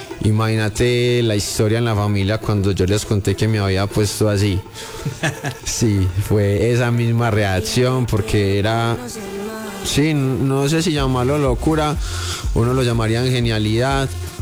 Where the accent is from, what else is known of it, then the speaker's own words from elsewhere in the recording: Colombia; now in Bogotá, Colombia; aquí en mi país hay demasiado talento